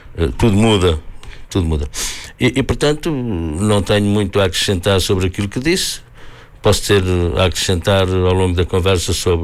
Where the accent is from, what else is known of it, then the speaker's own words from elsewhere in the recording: Santarém, Portugal; now in Braga, Portugal; E, portanto, eu sou de Santarém, num percurso de vida, mas também sou de muitos outros sítios. Estou em Braga, mas também estou noutros sítios